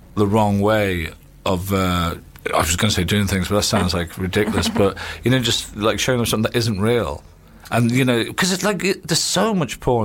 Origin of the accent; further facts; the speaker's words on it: Ireland; You know, I'm Irish, so I'm not using that as an excuse.